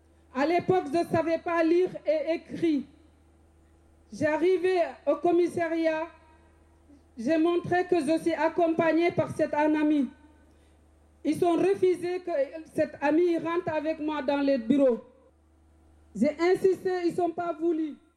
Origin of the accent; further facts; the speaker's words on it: Rennes, Brittany, France; Je viens de Rennes.